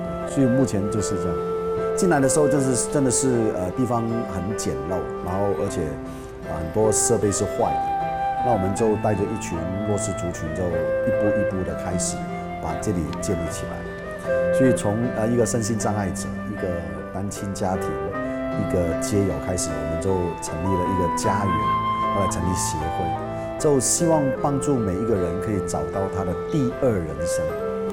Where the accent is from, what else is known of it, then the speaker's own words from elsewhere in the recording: Hong Kong; moved away as an adult; now in Kaohsiung, Taiwan; 我来台湾已经26年，但是我也拿了身份证了，所以我是扎港的台湾人。